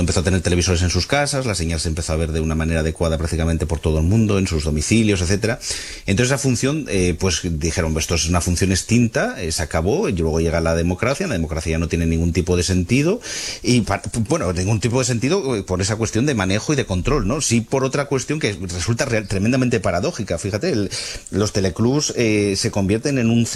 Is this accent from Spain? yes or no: yes; Spain; somos españoles, somos latinos, o sea, nosotros montamos un club al lado de un televisor.